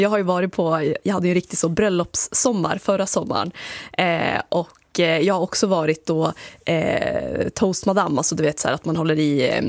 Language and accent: Swedish; Jämtland County, Sweden; Men jag kommer ju från Jämtland